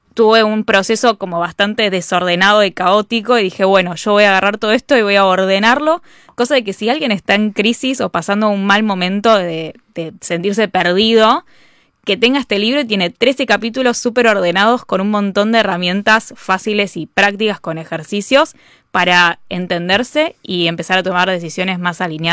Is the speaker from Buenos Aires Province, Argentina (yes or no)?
yes; Martínez, Buenos Aires Province, Argentina